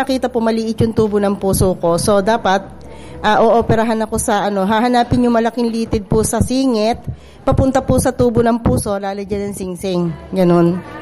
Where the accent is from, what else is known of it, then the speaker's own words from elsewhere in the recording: Santa Cruz, Calabarzon, Philippines; from Santa Cruz, Laguna. Barangay San Juan, Santa Cruz, Laguna po.